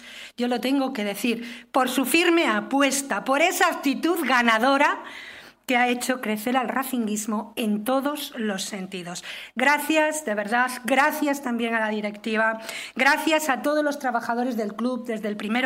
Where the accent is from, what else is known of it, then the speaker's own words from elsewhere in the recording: Cantabria, Spain; Sin complejos, con mucha humildad, como somos nosotros los cántabros, pero sin complejos